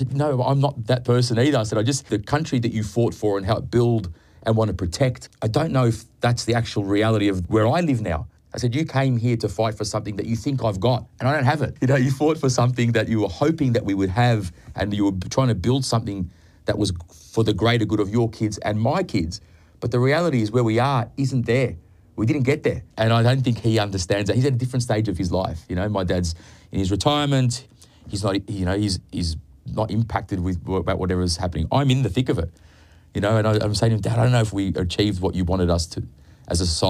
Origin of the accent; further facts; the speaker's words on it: Australia; we've got this underdog spirit as Australian